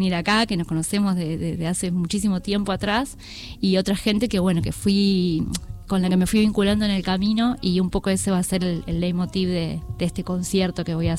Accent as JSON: {"language": "Spanish", "region": "Río Negro", "country": "Argentina", "moved": "yes", "lives_now": "Buenos Aires, Argentina"}